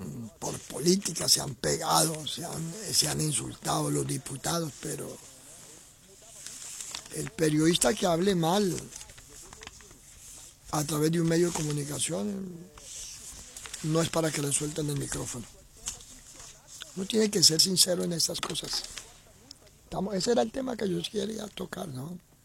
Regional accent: Argentina; Yo como argentino siempre soy muy agradecido de México por haber salvado la vida de cientos de argentinos durante la dictadura.

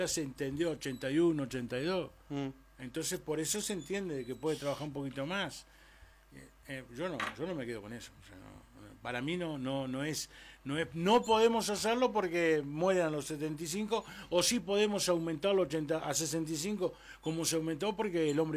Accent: Uruguay; Yo sinceramente, como uruguayo y ya no veo muy lejos la jubilación

